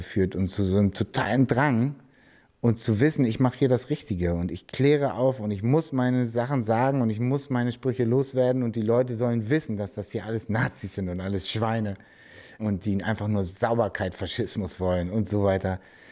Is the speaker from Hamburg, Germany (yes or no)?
yes; Hamburg, Germany; Die waren einfach überall, gerade in Eppendorf, wo ich herkomme, ein Spittel, da war alles voll.